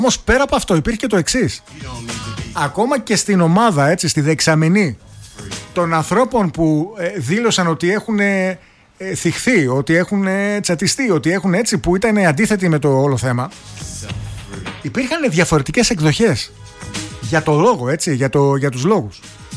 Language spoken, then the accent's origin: Greek; Greece